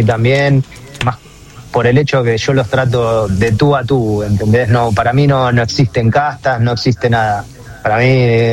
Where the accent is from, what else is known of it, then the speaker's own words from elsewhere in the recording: Argentina; moved away as an adult; now in Bangladesh; ¿de dónde sos? De Argentina.